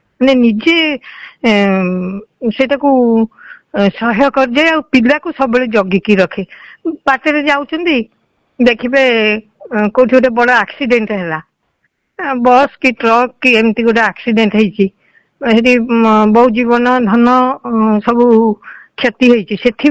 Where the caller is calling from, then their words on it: Jagatsinghpur, Odisha, India; କହୁଥିଲି ଜଗତସିଂହପୁରରୁ।